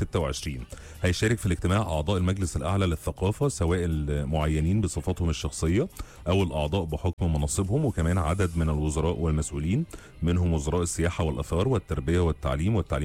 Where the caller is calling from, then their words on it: Cairo, Cairo Governorate, Egypt; وبسمعكم من القاهره وفعلا معاكم في السكه.